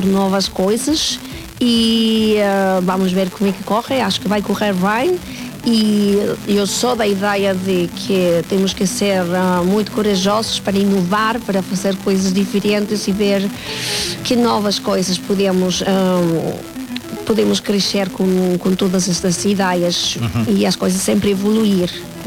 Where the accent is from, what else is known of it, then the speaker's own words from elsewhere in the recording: Mexico; Portuguese is a second language; now in Portugal; O meu México está no coração e Portugal na minha terra, mas também é o meu coração, mas é a minha terra também agora, é a minha casa